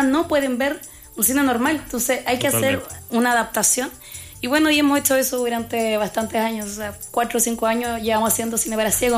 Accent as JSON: {"language": "Spanish", "town": "Copiapó", "region": "Atacama", "country": "Chile", "said": "yo soy de Atacama, soy una región chica, soy de Copiapó"}